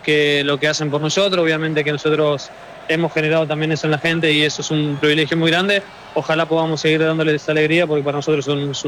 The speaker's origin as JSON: {"language": "Spanish", "country": "Argentina", "said": "Nosotros como argentinos estamos también acostumbrados a sufrir, si no sufrimos no vale"}